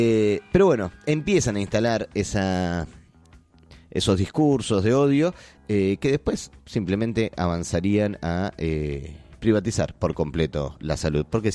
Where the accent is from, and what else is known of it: Argentina